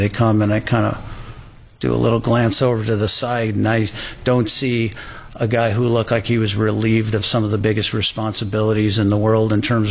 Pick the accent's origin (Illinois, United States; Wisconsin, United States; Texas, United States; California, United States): Illinois, United States; Chicago; born there